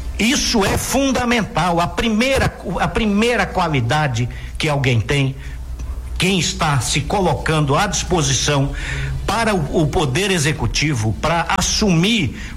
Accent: Rondônia, Brazil; also born or lived in Vilhena; Então eu tenho dito sempre que eu sou de Rondônia

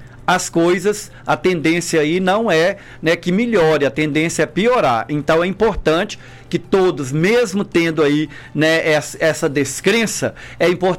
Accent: Pompéu, Minas Gerais, Brazil; Moro aqui bem próximo à rádio, ali no Beco, né, na rua Antônia Alves de Lima. Nasci aqui em Pompéu. A minha família, né, a minha mãe, o meu pai, de Três Marias, a parte maior, né, da minha família.

